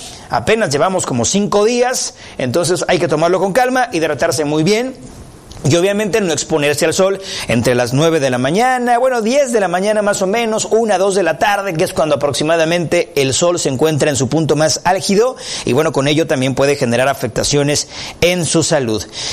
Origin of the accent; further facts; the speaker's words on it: Chiapas, Mexico; A veces somos de Chiapas y no conocemos todos estos lugares tan bonitos